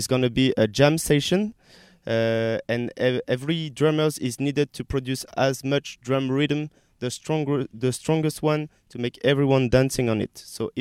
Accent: France; English is a second language; a lot of people helped me on translation because I'm not from South Africa, I'm from France.

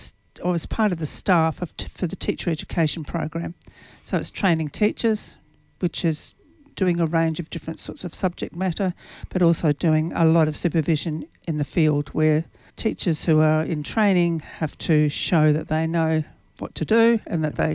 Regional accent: Perth, Western Australia, Australia; moved away as an adult; also born or lived in London; now in Margaret River region, Australia; I grew up in Perth.

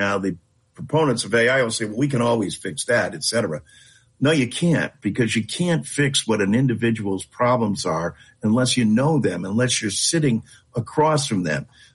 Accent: East Hartford, Connecticut, United States; except once in my hometown of East Hartford.

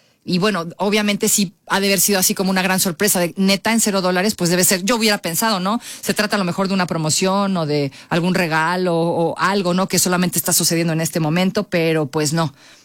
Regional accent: Mexico; Somos mexicanos, insisto, y los partidos somos la sede

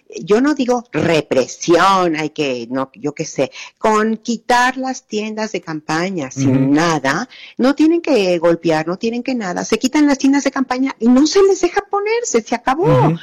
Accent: Mexico

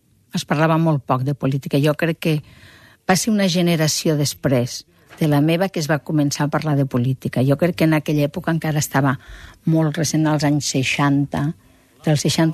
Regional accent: Catalonia, Spain; accent: Western Catalan; Però jo mai no he volgut amagar el meu accent occidental.

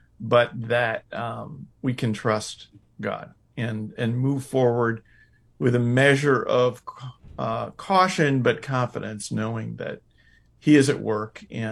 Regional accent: Illinois, United States; moved away as an adult; because I was from Illinois and didn't follow Indiana schools that closely

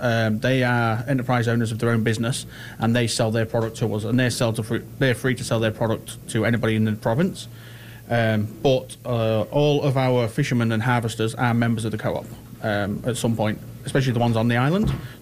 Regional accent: England, United Kingdom; now in Newfoundland, Canada; I came to Newfoundland from England back in 2012.

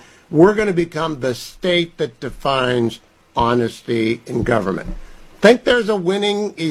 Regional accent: California, United States; moved away; I'm a Californian. I used to be. I left in 2015.

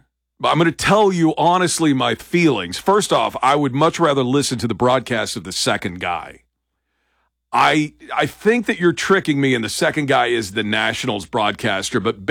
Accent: Oklahoma City, Oklahoma, United States; from Oklahoma City.

